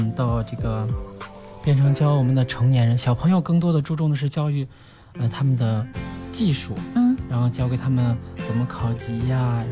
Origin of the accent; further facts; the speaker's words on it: Linfen, Shanxi, China; 因为我是临汾人，就是我的根儿在这儿，然后从小在这儿长大